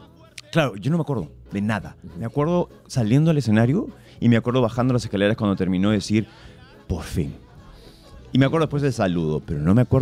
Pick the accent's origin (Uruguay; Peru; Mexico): Peru; soy el único peruano que estaba protagonizado en Broadway. Soy el primer peruano en haber protagonizado en Broadway.